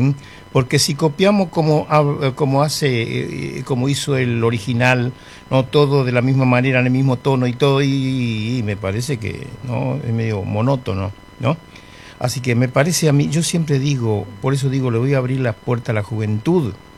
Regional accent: Ushuaia, Tierra del Fuego, Argentina; yo soy de Ushuaia

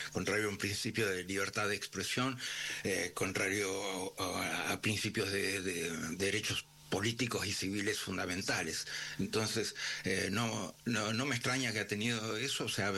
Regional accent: Uruguay; moved away as an adult; vuelvo al Uruguay porque soy uruguayo

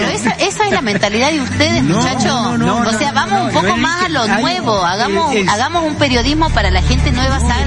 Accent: Tres Cerritos, Salta, Argentina; born there; also born or lived in San Lorenzo; Claro, no nací en San Lorenzo, nací en Tres Cerritos. Después sí me fui a San Lorenzo feliz, agradecida.

